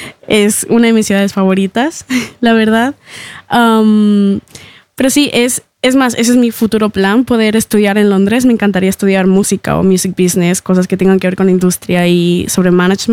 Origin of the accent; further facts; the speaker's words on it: Madrid, Community of Madrid, Spain; born there; also born or lived in Ecuador; yo vengo de Ecuador, nací en Ecuador, mi mamá es chilena y crecí en España. Desde los 8 años me mudé a Madrid